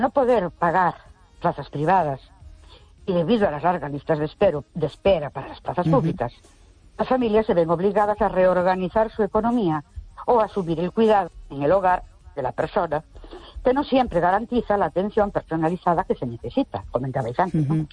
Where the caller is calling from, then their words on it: Ourense, Galicia, Spain; de Ourense.